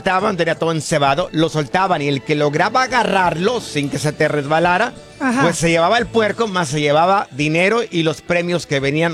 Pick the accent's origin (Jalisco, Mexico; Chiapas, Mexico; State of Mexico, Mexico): Jalisco, Mexico; yo el único concurso que recuerdo allá en mi rancho, íbamos a un pueblito que se llama Tenamaxtlán en Jalisco.